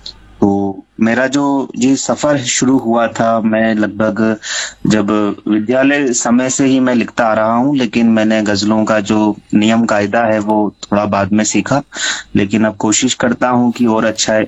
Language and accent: Hindi; Biaora, Madhya Pradesh, India; मध्य प्रदेश के राजगढ़ जिले के ब्यावरा से ताल्लुक रखता हूँ